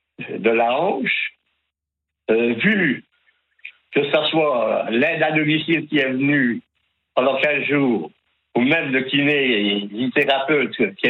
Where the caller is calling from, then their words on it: Dijon, Bourgogne-Franche-Comté, France; Je suis à la Banque alimentaire de Bourgogne, à Dijon.